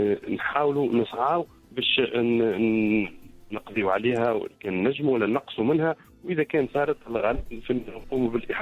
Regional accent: Tunisia

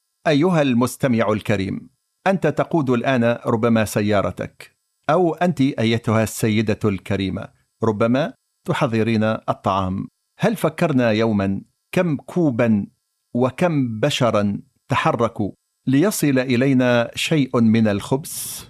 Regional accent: Tunisia; accent: Tunisian; في لهجتنا التونسية

